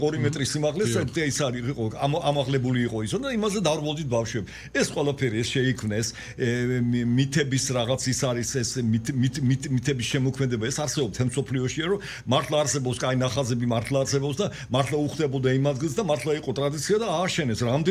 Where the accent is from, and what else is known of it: Tbilisi, Georgia; born there